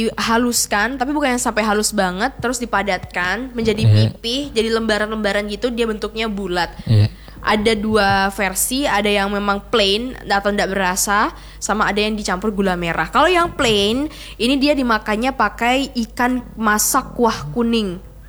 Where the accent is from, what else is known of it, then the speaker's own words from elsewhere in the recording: West Sulawesi, Indonesia; Kalau saya, karena saya dari Sulawesi Barat, saya bertetangga dengan Ince ya.